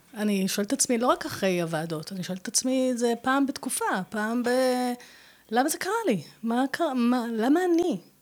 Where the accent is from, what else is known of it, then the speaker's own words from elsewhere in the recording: Hadera, Haifa District, Israel; אני באתי מחדרה. זה עיר קטנה מאוד, מאוד לא מפותחת. קטנה, נחמדה, באמת, באתי מבית צנוע מאוד.